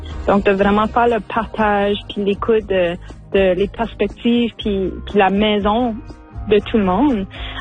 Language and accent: French; Ontario, Canada; moi, je viens du nord de l'Ontario